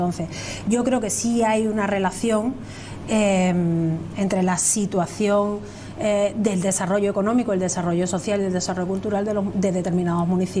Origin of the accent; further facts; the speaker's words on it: El Portil, Andalusia, Spain; Yo en el Portil, Playa Onubense, de donde yo soy